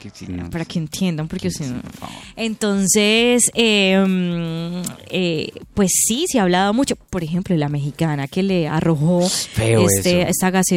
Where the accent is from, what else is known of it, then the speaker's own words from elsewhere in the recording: France; Spanish is a second language; Sí, porque usted sabe que mi portugués, yo soy de Francia.